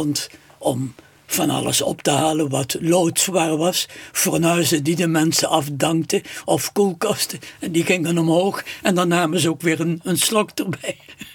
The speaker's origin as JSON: {"language": "Dutch", "country": "Netherlands", "lives_now": "'s-Hertogenbosch, Netherlands", "said": "wij zijn Nederlanders."}